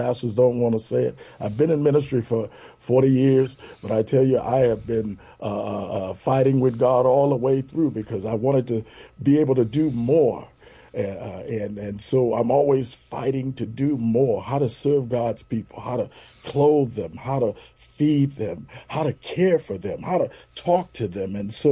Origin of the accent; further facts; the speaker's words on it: Chicago, Illinois, United States; as a young person growing up in Chicago, it was difficult.